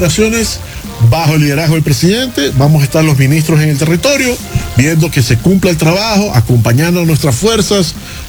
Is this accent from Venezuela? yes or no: no; Ecuador; todos somos ecuatorianos.